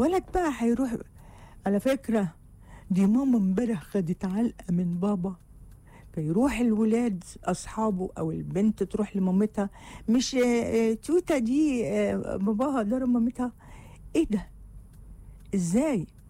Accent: Egypt; طيب السياح بقى اللي بيجوا عندنا في مصر، يا حرام، بيجي لهم شك وهلع.

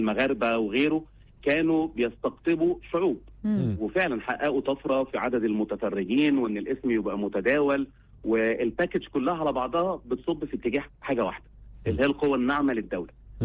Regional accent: Egypt; احنا كشعب مصري

